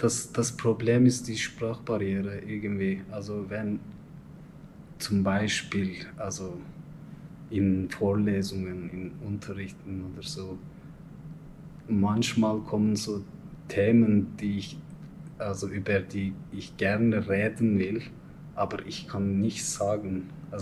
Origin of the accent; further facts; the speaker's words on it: Turkey; German is a second language; now in Switzerland; ich bin Türke, also nicht böse gemeint, aber ich bin Türke und ich kann mich gar nicht als Schweizer oder so identifizieren irgendwie. Also ich gehöre zu türkischer Kultur